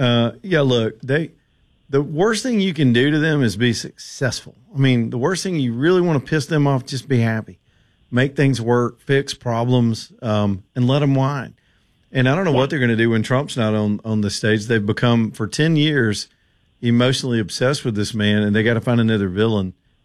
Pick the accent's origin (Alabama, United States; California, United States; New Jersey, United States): Alabama, United States; I grew up in Alabama